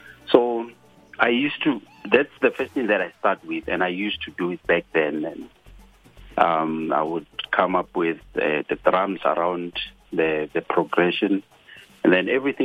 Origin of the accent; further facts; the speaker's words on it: Potchefstroom, North West, South Africa; born there; So I was born in Potchefstroom, the city in Northwest.